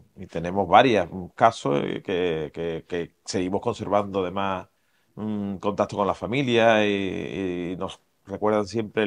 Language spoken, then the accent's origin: Spanish; Andalusia, Spain